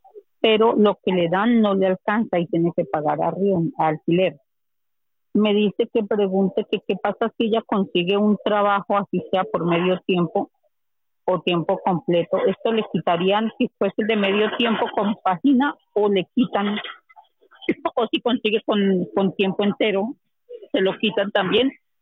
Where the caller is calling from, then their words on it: Madrid, Community of Madrid, Spain; Buenos días de Madrid.